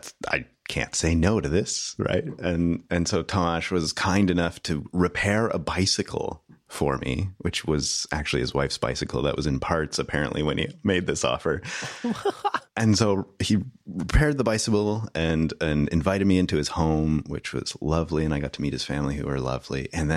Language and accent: English; Canada; As a Canadian